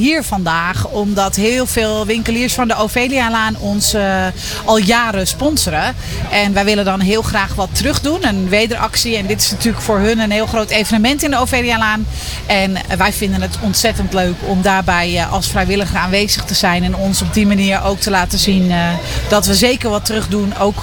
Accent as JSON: {"language": "Dutch", "town": "Aalsmeer", "region": "North Holland", "country": "Netherlands", "said": "ik kom uit Aalsmeer"}